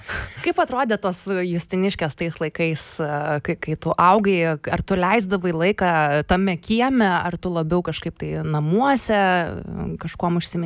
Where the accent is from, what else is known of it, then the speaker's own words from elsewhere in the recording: Vilnius, Vilnius County, Lithuania; aš, pavyzdžiui, užaugau Lazdynuose, na, kas irgi net apdovanojimo tais laikais gavęs mikrorajonas už to savo Lego blokelių gražų išdėstymą